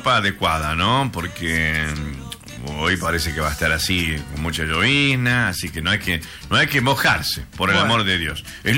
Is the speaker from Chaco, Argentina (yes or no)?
no; Campo Santo, Salta, Argentina; muchas gracias por nombrar a las familias camposanteñas de mi pueblo.